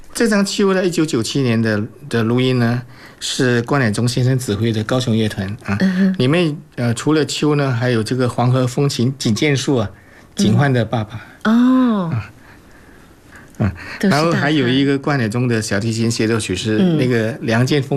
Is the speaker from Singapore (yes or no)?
yes; Singapore; 因为他是印尼华侨，我是新加坡华侨嘛，我们会说一些土话啦。